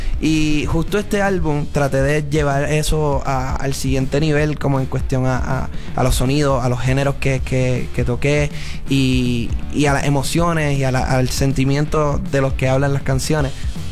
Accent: Puerto Rico; Bueno, horny, yo vengo de Puerto Rico

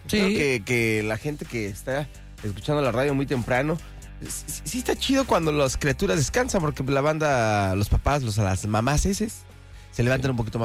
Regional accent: Mexico; se supone que somos mexicanos

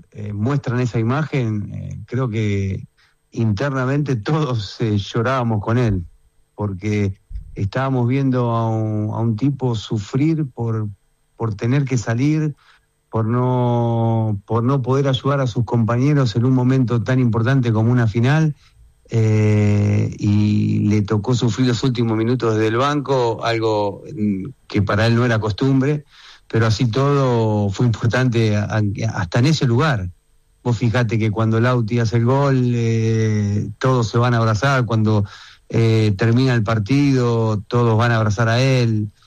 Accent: Argentina; para nosotros que somos argentinos

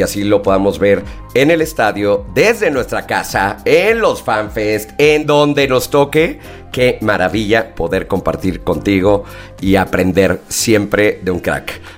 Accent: Mexico; en México sabemos hacer

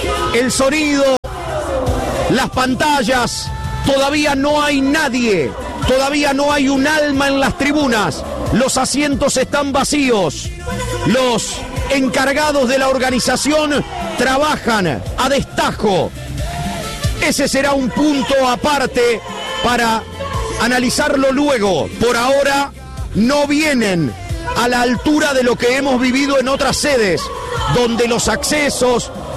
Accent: Argentina; como los argentinos sentimos

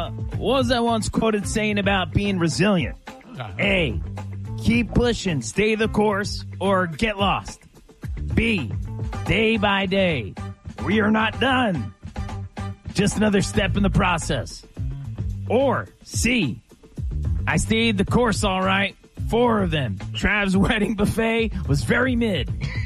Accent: St. Joseph, Missouri, United States; All right, I'm here. I'm here from St. Joseph, Missouri.

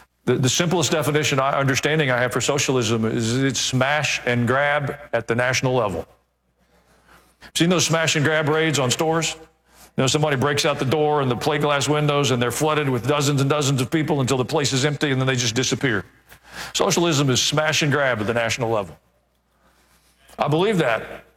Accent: Kansas City, Missouri, United States; born there; I was born in Kansas City, Missouri. I could have been born along the Amazon River.

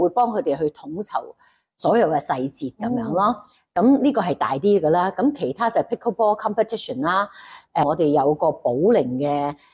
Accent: Hangzhou, Zhejiang, China; 咁我覺得杭州咧，其實係一個好多年青人。好多 motivation， 好多活力嘅城市，亦都系我嘅乡下。

